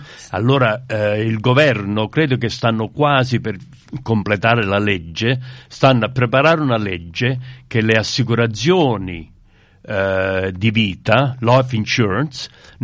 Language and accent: Italian; Torrecuso, Campania, Italy; born there; moved away; sono nato a Torregusa, 94% campano